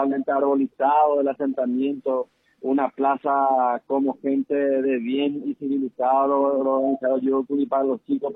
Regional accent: San Pedro, Paraguay; also born or lived in Canindeyú; Yo soy de San Pedro, oriundo de San Pedro, mi ciudad natal es Tierra Haití del Norte, pero estuve casi 28 años en el departamento de Canindeyú.

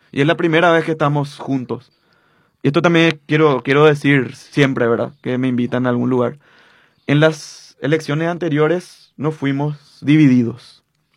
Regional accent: Areguá, Central, Paraguay; Pensamos como aregüeños y vivimos como aregüeños.

